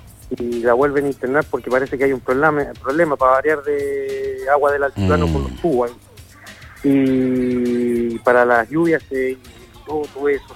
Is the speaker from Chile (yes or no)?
yes; Chile; somos los chilenos